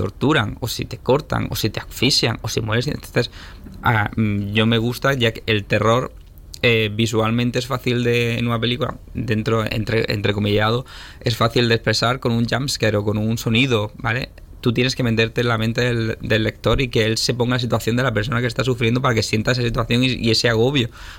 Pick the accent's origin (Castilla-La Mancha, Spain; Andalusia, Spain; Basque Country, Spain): Andalusia, Spain; Almería; also born or lived in Melilla; O sea, yo al final soy de Almería, lo poco, lo mucho que tengo, es me he criado aquí